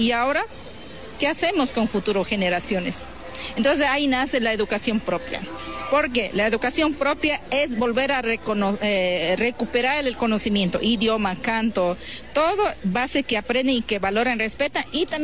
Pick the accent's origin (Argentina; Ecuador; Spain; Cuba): Ecuador; Pastaza; Soy mujer Waurani de Pastaza